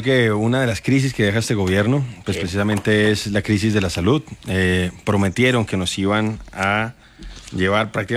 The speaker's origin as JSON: {"language": "Spanish", "region": "Bogotá", "country": "Colombia", "said": "Bogotano."}